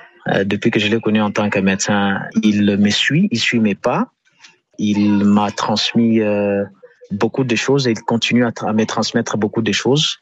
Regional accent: Mbuji-Mayi, Kasaï-Oriental, DR Congo; ici chez nous en Mbujimayi

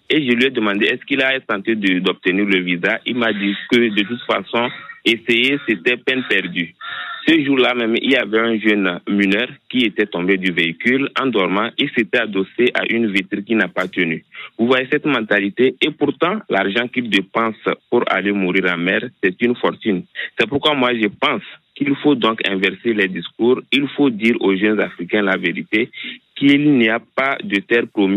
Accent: Togo; now in Ziguinchor, Senegal

